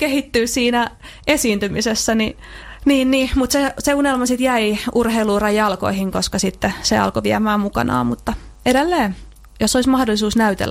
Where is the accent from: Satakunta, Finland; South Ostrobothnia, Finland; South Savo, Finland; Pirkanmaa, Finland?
Satakunta, Finland; Pori; accent: Pori dialect; also born or lived in Jyväskylä; Suurimman osa mun lapsuudesta mä oon viettänyt Meriporissa. Mä oon kasvanut käytännössä Uudessa Niityssä ja niin, kyllä Meripori on semmoinen, niin kun jos mä mietin mun lapsuutta, niin se Meripori on sitä mun huudia.